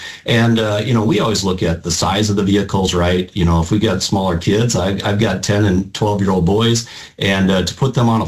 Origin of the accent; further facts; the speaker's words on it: Minnesota, United States; And, growing up in Southwest Minnesota, Jesse, I think you growing up in Iowa, we had a lot of fun out on the farm.